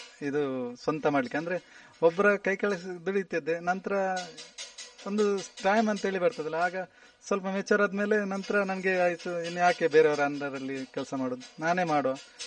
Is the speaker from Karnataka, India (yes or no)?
yes; Karnataka, India